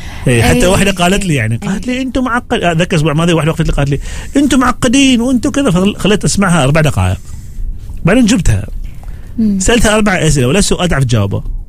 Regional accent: Oman; accent: Omani

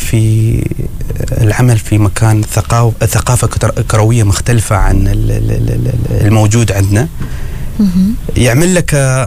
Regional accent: Oman; هذه المنطقة أنا عارف أن راح تكون عندي تحديات كعماني، ما عندي أحد يتكلم اللغة العربية.

